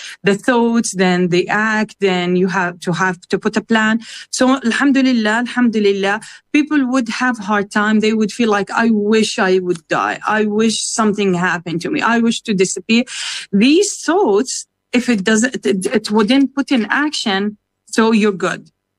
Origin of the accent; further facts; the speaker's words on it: Gaza Strip, Palestine; now in Canada; And even because I held the Gazan citizen, the ID, I'm not being able, even if I'm Canadian, I'm not able to visit the Masjid Al-Aqsa.